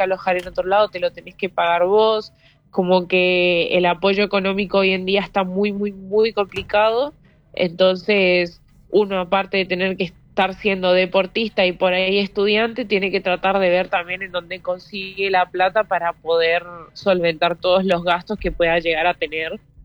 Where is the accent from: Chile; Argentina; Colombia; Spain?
Argentina; now in Miami, United States; Yo he recibido chistes de parte de mis compañeras de no, porque sos argentina y no sé qué.